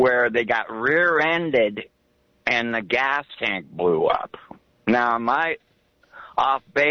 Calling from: Santa Cruz, California, United States

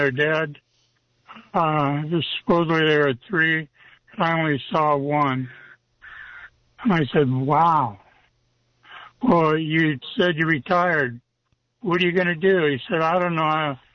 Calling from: Aptos, California, United States; I live in Aptos.

